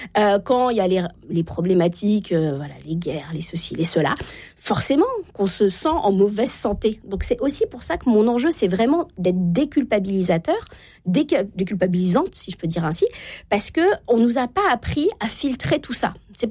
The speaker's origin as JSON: {"language": "French", "region": "Normandy", "country": "France"}